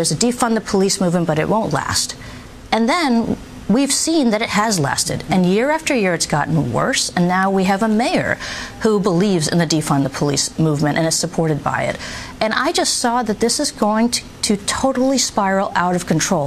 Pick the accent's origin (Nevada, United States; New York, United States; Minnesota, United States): New York, United States; born there; I was born in New York. I love this place.